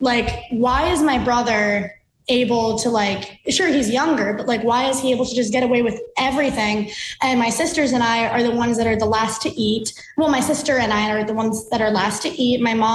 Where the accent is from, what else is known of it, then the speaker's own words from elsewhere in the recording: Queens, New York, United States; born there; And also something else about like my parents are from Bangladesh. Like I was born in Queens